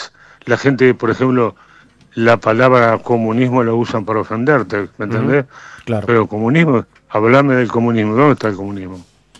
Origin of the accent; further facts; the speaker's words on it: Uruguay; soy latino uruguayo de un país pequeño